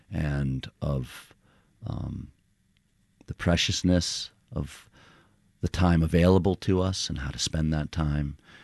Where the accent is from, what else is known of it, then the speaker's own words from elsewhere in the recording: Queens, New York, United States; And I think part of what drew me to this is an understanding of how, in growing up in Queens